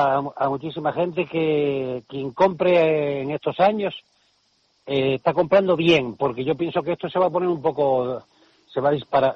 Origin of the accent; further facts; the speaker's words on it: Tenerife, Canary Islands, Spain; moved away as an adult; now in Galicia, Spain; Yo soy de Tenerife, soy canario.